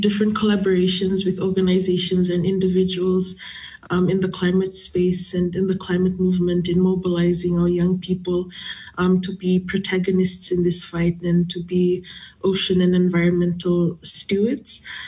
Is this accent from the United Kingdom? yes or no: no; Fiji; also born or lived in Rotuma; I'm from the Matangali Naingoro, Yavusanayamunu, Viwambaltai level. I also share maternal links to Malha'a, Upu, Pepua, in Rutuma. … I'm 22 years old